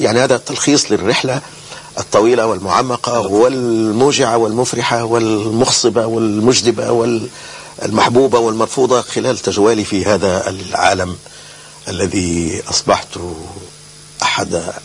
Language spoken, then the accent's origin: Arabic; Alexandria, Alexandria Governorate, Egypt; moved away; also born or lived in Sudan; لقد ولدت في السودان، هذه حقيقة. لقد ولدت من أبوين ينحدراني إلى أصول ليبية، أيضا هذه هي حقيقة أخرى. لقد نشأت وترعرعت وعشت في مدينة الإسكندرية، هذه أيضا إحدى الحقائق الثابتة في حياتي